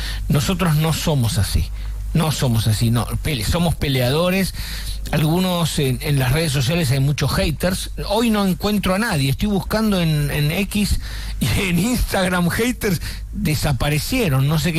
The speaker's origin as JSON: {"language": "Spanish", "country": "Argentina", "said": "Nos encanta Europa, nos encanta Estados Unidos, pero somos argentinos. Nunca abandonamos esa esencia que tenemos."}